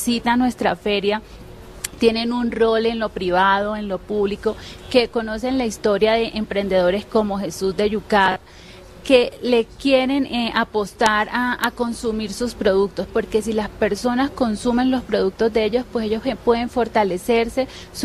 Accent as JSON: {"language": "Spanish", "town": "Ocaña", "region": "Norte de Santander", "country": "Colombia", "said": "Bueno, les quiero contar de mi tierra, de Ocaña. Soy"}